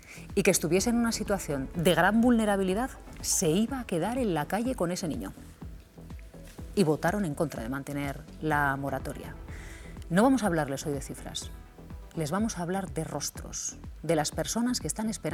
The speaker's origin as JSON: {"language": "Spanish", "area": "Biscay", "region": "Basque Country", "country": "Spain", "said": "a mi tierra, a Vizcaya"}